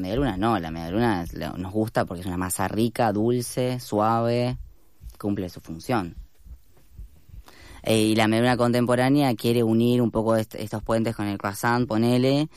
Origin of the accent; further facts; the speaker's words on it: La Pampa, Argentina; soy de La Pampa, en La Pampa nunca había un croissant en ningún lado.